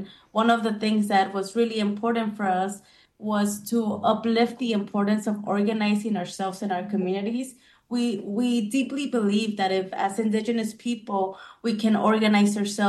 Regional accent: Oaxaca, Mexico; now in United States; We are indigenous from Zapoteca community.

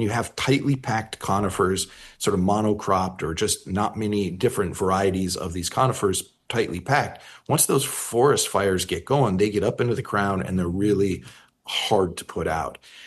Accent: Colorado, United States; also born or lived in Chester, California; Cause I grew up in Colorado, and up near Chester, which is Northeast California.

